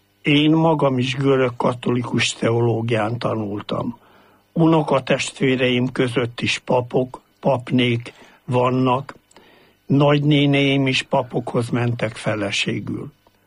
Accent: Vértes, Hajdú-Bihar, Hungary; born there; 49. október 5-én születtem Vértesen, ahol nagyapám több mint 30 évig szolgált görög-katolikus esperesként.

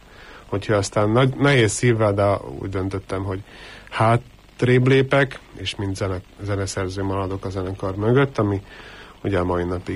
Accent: Kolárovo, Nitra Region, Slovakia; Hát én Gútáról származom, ami ugye Komáromtól kb. 20 kilométerre van. Ott születtem

